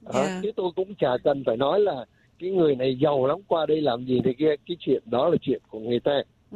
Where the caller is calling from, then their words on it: Garland, Texas, United States; Tôi ở Garland, Dallas đây